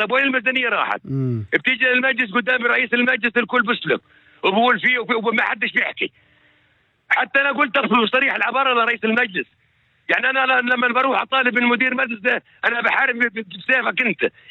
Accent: Southern District, Israel; احنا بالنسبة عندنا في النقب

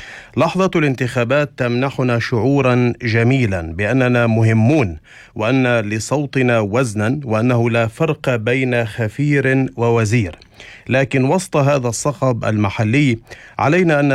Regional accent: Palestine; ونحن كفلسطينيين

